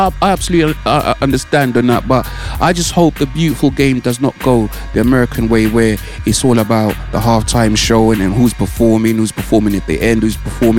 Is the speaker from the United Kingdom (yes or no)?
yes; United Kingdom; moved away; we're from the UK